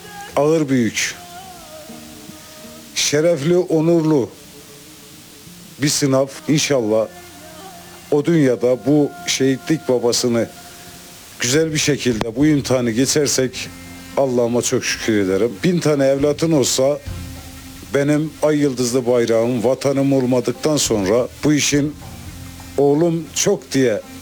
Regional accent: Erzurum, Turkey; Ben de Erzurum memleketime ve doğduğu köyüme getirdim.

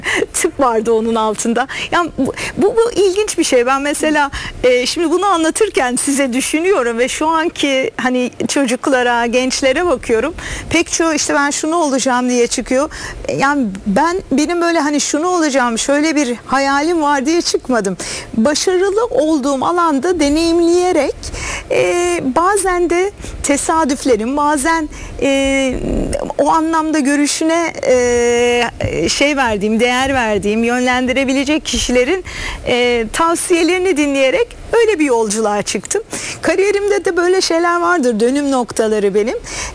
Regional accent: Istanbul, Turkey; İşte Boğaziçi Üniversitesi, ben İstanbulluyum. İstanbul'da olunca Boğaziçi Üniversitesi'ni tercih edeceğimi biliyorum.

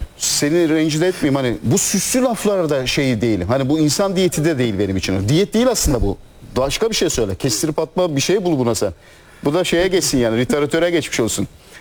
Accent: Alaşehir, Manisa, Turkey; born there; moved away; also born or lived in İzmir; Manisa, Alaşehir. Yine gündeme getiriyorum yani. Alaşehir'de ben doğdum. Sonra İzmir'e yatılı okula gittim. İzmirli oldum. Ama yatılı okulda okurken … diyorlardı.

